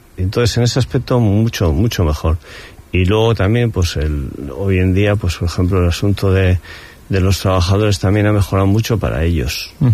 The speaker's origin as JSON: {"language": "Spanish", "town": "San Sebastián", "region": "Basque Country", "country": "Spain", "said": "sobre todo yo que soy donostiarra"}